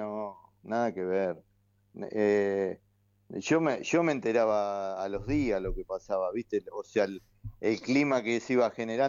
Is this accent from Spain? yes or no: no; Ensenada, Buenos Aires Province, Argentina; born there; Yo soy nacido en Ensenada